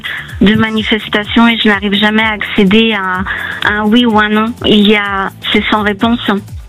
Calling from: South-West France, France; moi je réside dans le sud-ouest.

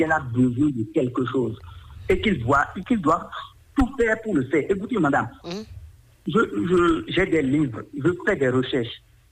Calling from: Benin; J'appelle de Rayé.

